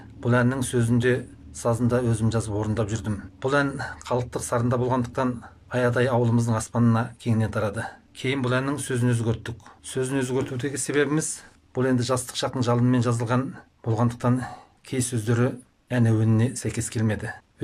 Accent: Düre, Xinjiang, China; born or raised there

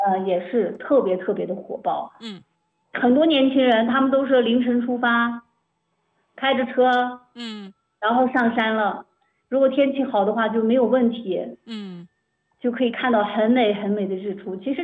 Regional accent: Qinghai, China; 黄水河呢是被誉我们青海人的母亲河。

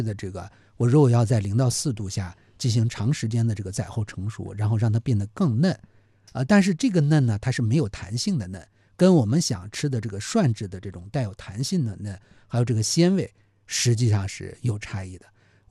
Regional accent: China

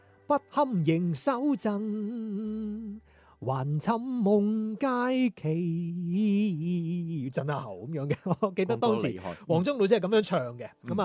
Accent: Guangdong, China; 所以有了这条梅关古道，会有了我们广府人，是不是？我们是广府人的后裔

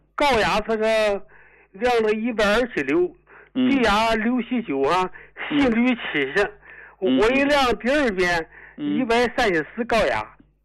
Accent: Yantai, Shandong, China; 我是烟台的。

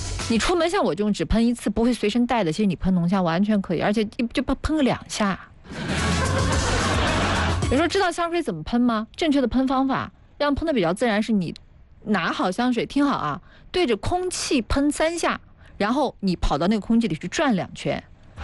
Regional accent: northern China, China; now in Hefei, China; 因为我是北方人嘛，北方人

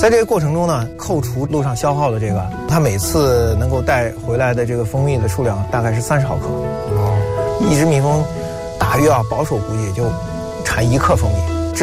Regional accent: China; 我们中国人

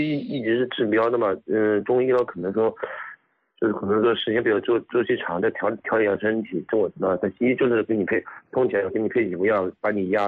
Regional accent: Jinhua, Zhejiang, China; 嗯，浙江金华的。

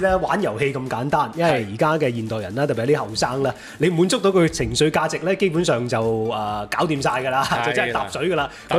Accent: Guangdong, China; 咁啊我哋廣府人咧以水為財啦嘛

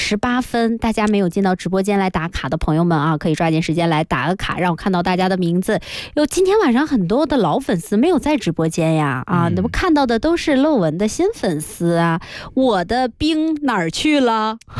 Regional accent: Northeast China, China; now in Guangzhou, China; 我们老家都有马拉松

